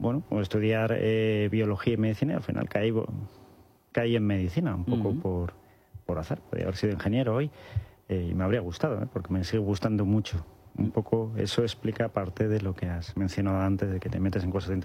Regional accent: Collado Villalba, Community of Madrid, Spain; Pues mira, yo nací en Madrid, en La Paz. La ciudad deportiva del Real Madrid, que ya no está aquí.

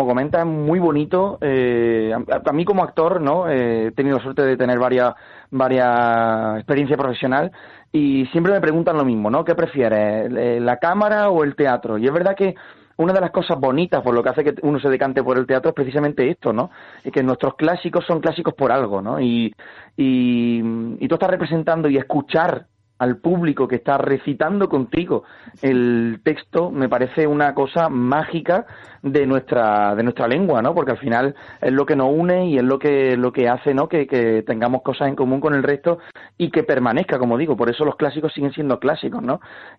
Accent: Andalusia, Spain; Y como actor español, ¿no? Como actor andaluz

